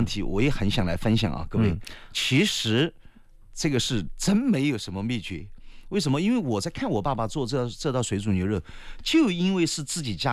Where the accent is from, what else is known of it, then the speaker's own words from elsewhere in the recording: Sichuan, China; 我们四川那边